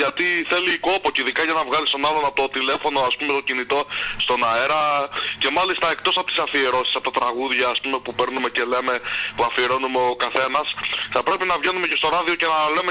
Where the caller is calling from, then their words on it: Kalamaria, Central Macedonia, Greece; από Καλαμαριά